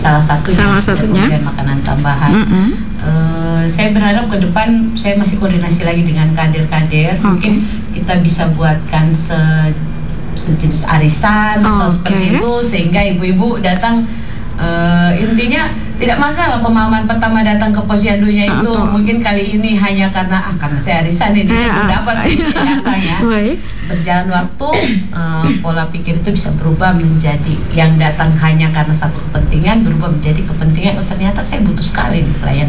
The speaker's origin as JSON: {"language": "Indonesian", "town": "Fakfak", "region": "West Papua", "country": "Indonesia", "said": "kita orang Fafak ini, Fafak ini suka musik."}